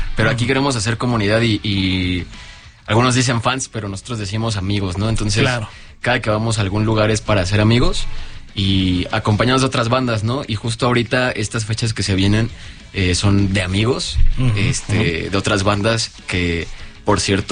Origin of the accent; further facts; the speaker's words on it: Nicolás Romero, State of Mexico, Mexico; Somos del Estado de México, de Nicolás Romero.